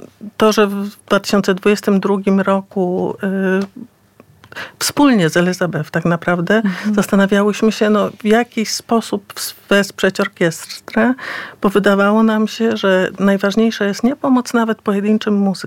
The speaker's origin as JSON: {"language": "Polish", "town": "Wrocław", "region": "Lower Silesian Voivodeship", "country": "Poland", "tie": "born or raised there", "said": "Ja pochodzę z Wrocławia. Urodziłam się we Wrocławiu."}